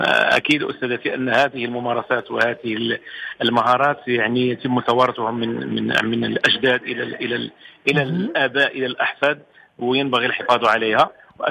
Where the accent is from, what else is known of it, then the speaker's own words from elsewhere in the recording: Morocco; بالنسبة لنا كمغاربة